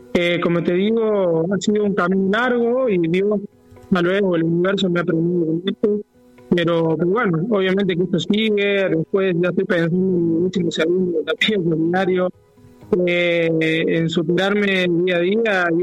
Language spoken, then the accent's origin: Spanish; Córdoba, Argentina; Soy el primer cordobés, el primer hombre en realidad, porque ha habido una mujer en el 2019 que participó, pero bueno, soy el primer cordobés en la historia que va a correr. Y bueno, voy a representar a Argentina